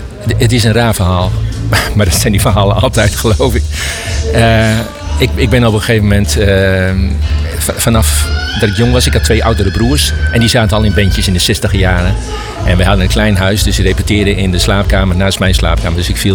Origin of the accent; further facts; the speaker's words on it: Groningen, Netherlands; Maar als Groninger vond ik toch dat ik ze kon claimen.